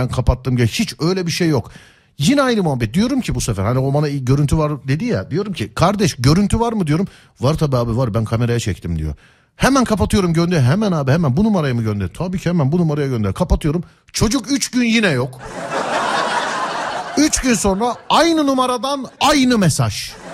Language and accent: Turkish; Istanbul, Turkey; Söylüyorum bir İstanbullu olarak.